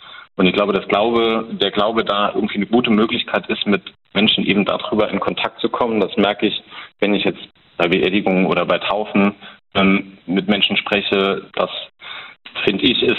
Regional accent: Trier, Rhineland-Palatinate, Germany; also als ich hier ankam, also ursprünglich komme ich aus Trier. Die Trierer sind ja eher so ein bisschen zurückhaltender.

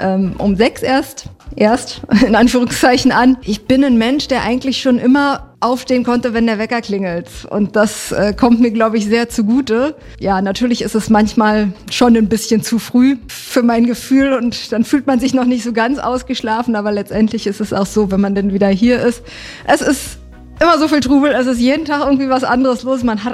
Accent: Michendorf, Brandenburg, Germany; now in Potsdam, Germany; Also ich bin ja aufgewachsen im Umland von Potsdam, in Michendorf, und habe dann angefangen hier in Potsdam zu studieren

